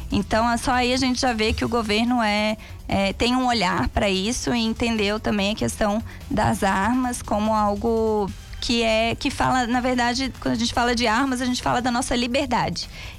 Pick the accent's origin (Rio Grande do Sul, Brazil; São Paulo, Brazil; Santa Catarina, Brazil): Santa Catarina, Brazil; Antônio Carlos; Eu venho de Antônio Carlos, sim, que é uma terra de agronegócio, é a capital do estado da hortaliça e do hortifruti